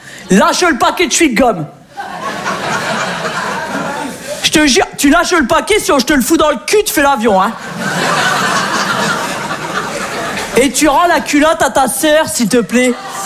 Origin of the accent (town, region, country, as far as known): Hauts-de-France, France